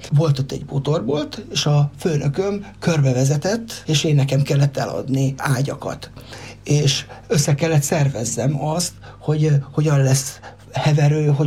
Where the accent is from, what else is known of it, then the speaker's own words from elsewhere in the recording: Székesfehérvár, Fejér, Hungary; mondtam, hogy székesfehérvári vagyok